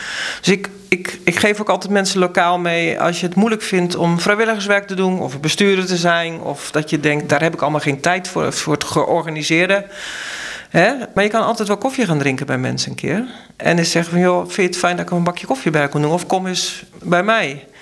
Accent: Ridderkerk, South Holland, Netherlands; also born or lived in Tholen; mijn ouders kwamen uit Tolen. Ik ben zelf verder opgegroeid in de Ridderkerk.

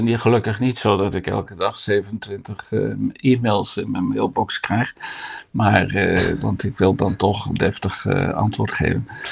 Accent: Netherlands; moved away as an adult; now in Flanders, Belgium; als Nederlander in Vlaanderen.

